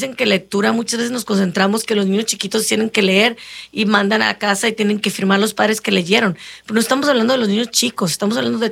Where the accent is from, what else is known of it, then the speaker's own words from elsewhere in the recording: Brazil; Spanish is a second language; moved away; Como dije anteriormente, yo vengo directamente de Brasil